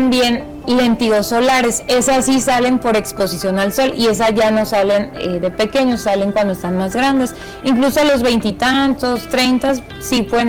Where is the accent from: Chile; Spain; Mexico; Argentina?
Mexico; un fototipo 2, 3, que somos acá los mexicanos, pues podemos tener el pelo oscuro, ojo, café o negro, y justo, ¿cómo se dice?, la piel no tan blanca